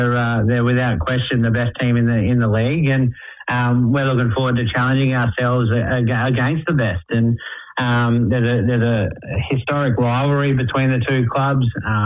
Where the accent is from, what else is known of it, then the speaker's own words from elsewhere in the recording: Western Australia, Australia; now in Geelong, Australia; Growing up in Western Australia, it was very common for young people to play t-ball.